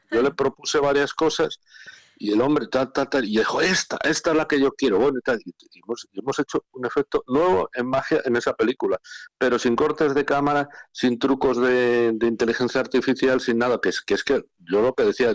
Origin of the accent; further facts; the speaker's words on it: Peñaranda de Bracamonte, Castile and León, Spain; born there; Pero yo nací en Peñaranda de Bracamonte.